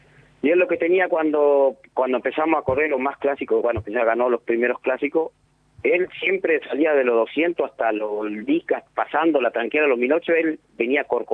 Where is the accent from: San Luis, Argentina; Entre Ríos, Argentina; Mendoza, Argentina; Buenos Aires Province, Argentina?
Entre Ríos, Argentina; moved away; porque yo de que vine de Entre Ríos para acá me fui a Lara y me quedé ahí y volví a casa Nigiro y de acá nunca más me fui.